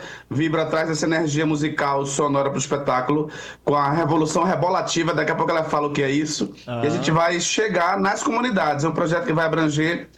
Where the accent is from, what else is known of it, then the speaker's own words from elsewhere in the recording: Recife, Pernambuco, Brazil; no Ibura, que é a minha terra, eu sou do Ibura, iburense nato